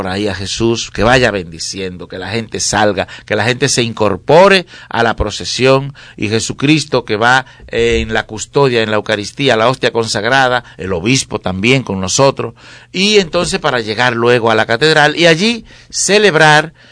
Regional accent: Santiago Rodríguez, Dominican Republic; Yo vengo de un campo de Santiago Rodríguez, entonces cuando había procesiones, eso era el espectáculo.

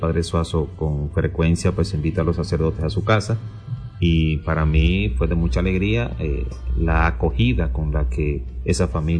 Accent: Salcedo, Hermanas Mirabal, Dominican Republic; mi tierra de Salcedo, mi gente de Salcedo

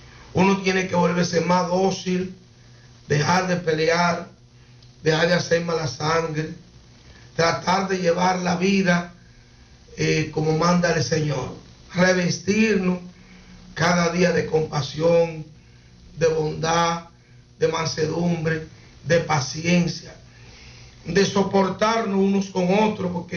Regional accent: Tamboril, Santiago, Dominican Republic; Tamboril es mi pueblo natal.

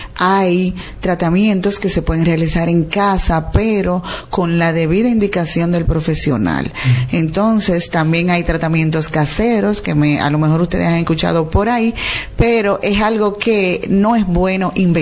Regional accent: La Vega, Dominican Republic; y también porque si somos de La Vega, ¿verdad?, tener que trasladarnos a otro pueblo

